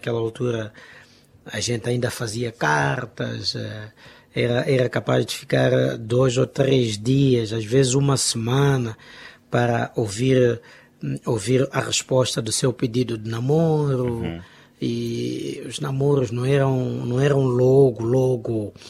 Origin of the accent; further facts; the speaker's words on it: Tete, Mozambique; also born or lived in Quelimane, Mozambique; Na verdade, eu nasci em Climane, só que venho para Tete muito, muito pequeno mesmo.